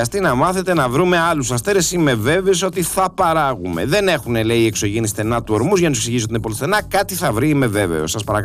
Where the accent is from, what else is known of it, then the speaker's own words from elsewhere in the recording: Central Greece, Greece; στο χωριό μου. Δηλαδή, φθιότιδα